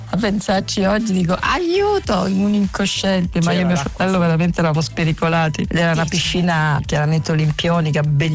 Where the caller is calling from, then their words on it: Ticino, Switzerland; la piscina della mia vita è quella di Carona in Svizzera, perché io vengo dal Ticino, da Venide